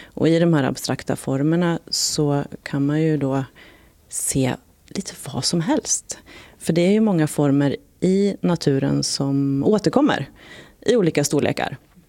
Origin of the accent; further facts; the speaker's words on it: Ås, Jämtland County, Sweden; now in Trondheim, Norway; Och jag kommer ju från Ås och jag har gått på den här skolan själv.